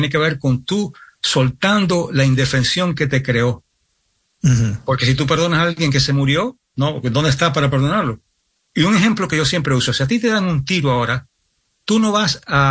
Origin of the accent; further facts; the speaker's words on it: New York City, New York, United States; Cuando yo me crié en Nueva York y vivía en un barrio donde no había muchos hispanos, mi familia es de España